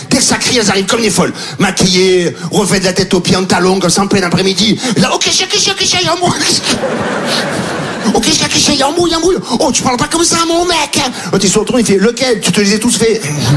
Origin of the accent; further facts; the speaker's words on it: Marseille, Provence-Alpes-Côte d'Azur, France; Je lui dis, non, moi aussi, je suis Marseillais, mais.